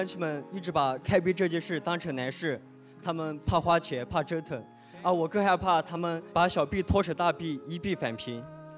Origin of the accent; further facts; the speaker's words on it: Daliangshan, Sichuan, China; moved away as an adult; now in Changsha, China; 我从四川大凉山到我们湖南长沙